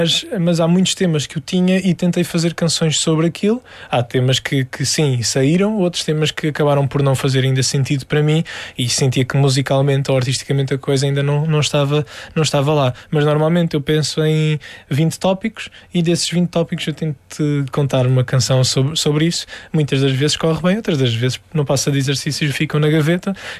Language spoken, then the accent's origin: Portuguese; Algarve, Portugal; moved away; Apesar de eu ter-me ido embora, não deixei de ser algarvio.